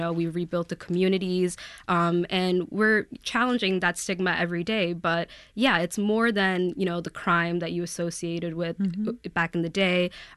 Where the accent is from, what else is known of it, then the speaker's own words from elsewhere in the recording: New York City, New York, United States; I'm from Throgs Neck, which is in the East Bronx, and it is a lot more residential.